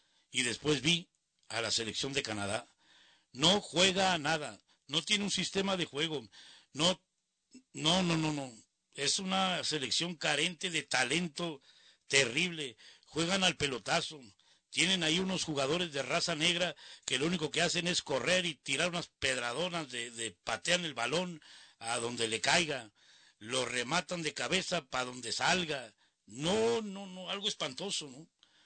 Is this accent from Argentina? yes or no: no; Mexico; nosotros como mexicanos